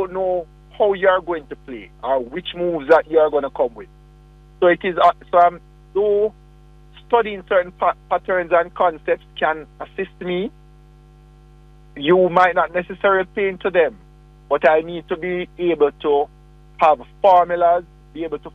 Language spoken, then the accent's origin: English; Spanish Town, Saint Catherine, Jamaica; also born or lived in Kingston; I was born in Kingston, but I grew up in Spanish Town.